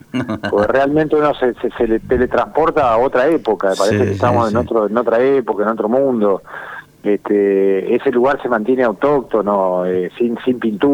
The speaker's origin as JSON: {"language": "Spanish", "country": "Argentina"}